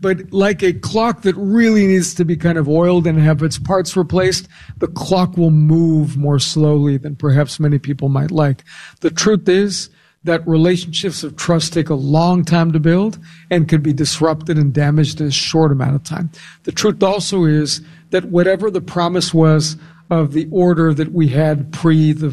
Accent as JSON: {"language": "English", "region": "California", "country": "United States"}